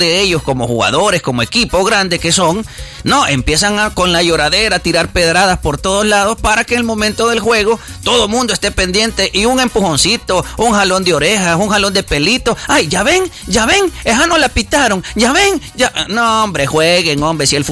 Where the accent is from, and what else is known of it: El Salvador